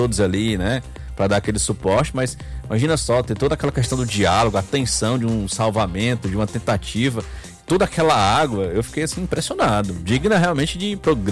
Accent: Fortaleza, Ceará, Brazil; moved away; lá do Conjunto Ceará, lá da minha terrinha

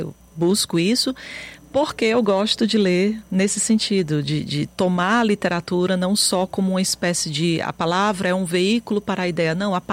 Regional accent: Fortaleza, Ceará, Brazil; born there; Eu nasci aqui em Fortaleza, né? Quer dizer, venho de uma tradição nordestina

